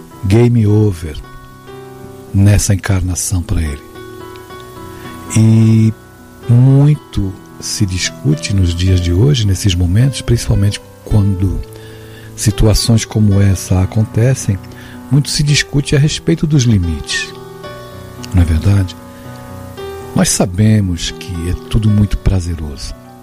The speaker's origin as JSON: {"language": "Portuguese", "town": "São Vicente", "region": "São Paulo", "country": "Brazil", "tie": "born or raised there", "said": "São Vicente foi a cidade onde eu passei a minha adolescência e a minha infância, onde eu fui criado praticamente."}